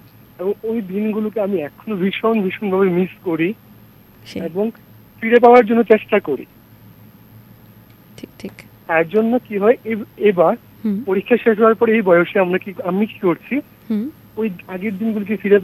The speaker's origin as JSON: {"language": "Bangla", "town": "Agartala", "region": "Tripura", "country": "India", "tie": "born there", "also_born_or_lived": "Belonia", "said": "আমার গ্রামের বাড়ি বিলুনিয়াতে। আমার থাকা পড়াশোনা সত্ত্বেও আমার থাকা হচ্ছে কি আগরতলাতে।"}